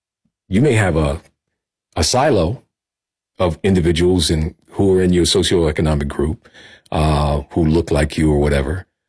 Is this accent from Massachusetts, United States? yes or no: no; Indianapolis, Indiana, United States; I grew up in Pike Township, graduated mm-hmm. from Pike.